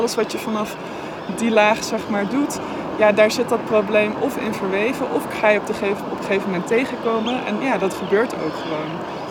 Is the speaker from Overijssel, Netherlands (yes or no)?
no; Zevenaar, Gelderland, Netherlands; born there; Waar ik ben geboren, bij Arnhem, bij Zevenaar... daar is juist, zeg maar, alles super heftig gekanaliseerd. omdat die rivier eindeloze meanderingen maakt. Want het is gewoon bijna bij de grens van Duitsland. Het is precies waar de Fen, zeg maar, begint.